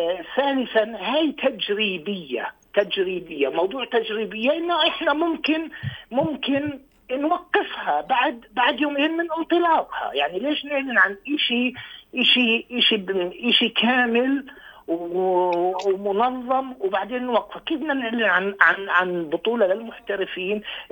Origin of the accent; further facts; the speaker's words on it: Beit Ummar, Hebron Governorate, Palestine; أنا كابن بتمر